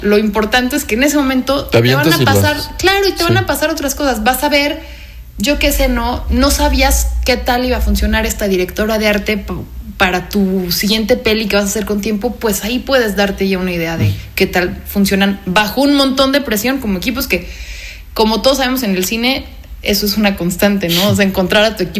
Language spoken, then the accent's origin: Spanish; Mexico; Bueno, yo soy mexicana, orgullosísima de serlo, pero tengo origen, entre otros, también francés e italiano.